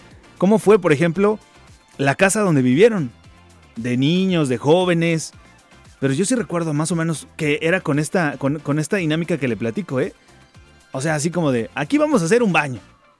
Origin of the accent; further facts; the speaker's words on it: Mexico; la mayor parte del grueso de la población mexicana, creo que crecimos así